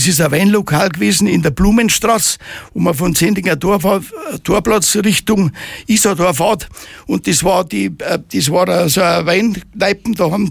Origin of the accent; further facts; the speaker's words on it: Leitzach valley, Bavaria, Germany; wir kommen aus Naring, aus dem Goldenen Tal und haben da die Wirtschaft